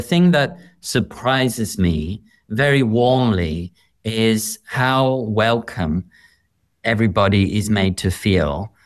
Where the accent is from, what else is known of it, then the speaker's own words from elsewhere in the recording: Melbourne, Victoria, Australia; moved away as an adult; I grew up in Australia. You might hear it a little bit in my accent, but, you know, in the edge of Melbourne, in a small little suburb.